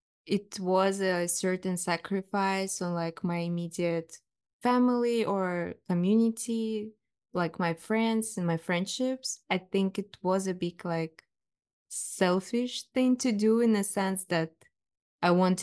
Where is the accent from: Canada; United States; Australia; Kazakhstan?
Kazakhstan; moved away as an adult; I think my hometown will be my main home. And I actually hope to maybe go back and live in Kazakhstan for like an extended period, or move back completely if everything falls into place in the future.